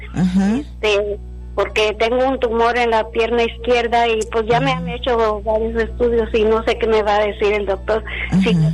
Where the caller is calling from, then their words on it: Weslaco, Texas, United States; De aquí, de Huéslaco.